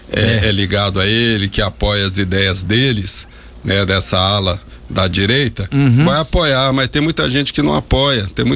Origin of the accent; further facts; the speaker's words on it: Rio de Janeiro, Brazil; eu sou carioca.